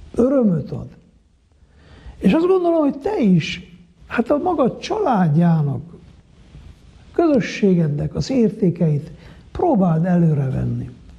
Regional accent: Miercurea Ciuc, Harghita, Romania; nekem mondjuk Csíkszeredában, mert én itt nőttem fel

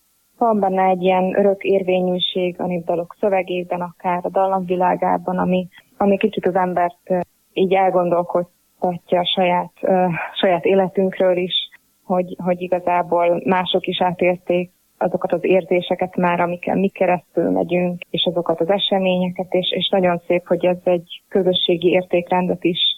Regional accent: Šamorín, Trnava Region, Slovakia; moved away as an adult; also born or lived in Budapest; now in Hungary; Somorjáról származom, Somorján nőttem fel, ott jártam iskolába, gimnáziumba, majd utána Budapestre kerültem

